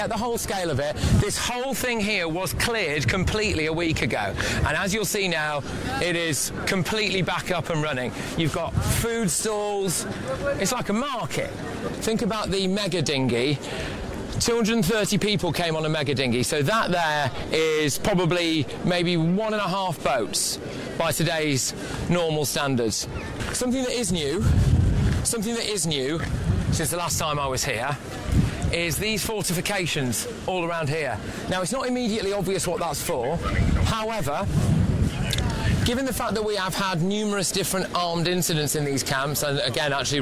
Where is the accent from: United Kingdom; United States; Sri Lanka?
United Kingdom; I'm from Britain.